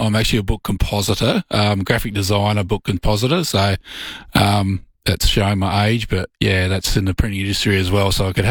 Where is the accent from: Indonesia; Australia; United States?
Australia; Adelaide, South Australia; moved away as an adult; And I grew up in Adelaide, left when I was 30.